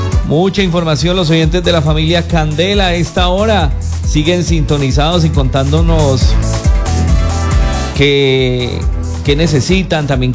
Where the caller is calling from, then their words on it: Obando, Valle del Cauca, Colombia; de Obando, acá en Obando necesitamos agua. No olviden a Obando, estamos sin agua.